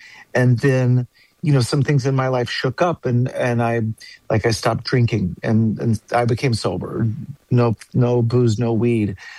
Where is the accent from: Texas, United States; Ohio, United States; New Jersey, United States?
Texas, United States; Dallas; Well, I'm a seventh-generation Texan, and I grew up in the Dallas area.